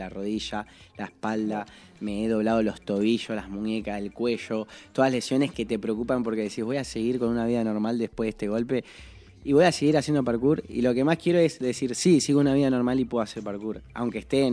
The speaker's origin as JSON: {"language": "Spanish", "country": "Argentina", "moved": "yes", "lives_now": "Castelldefels, Spain", "said": "Soy de Argentina y llevo en Castelldefels viviendo un año aproximadamente."}